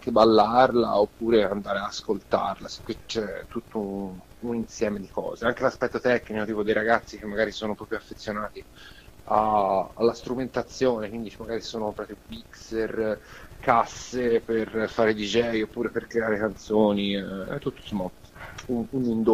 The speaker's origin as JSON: {"language": "Italian", "town": "Montemurlo", "region": "Tuscany", "country": "Italy", "said": "io sono di Prato, nello specifico Montemurlo"}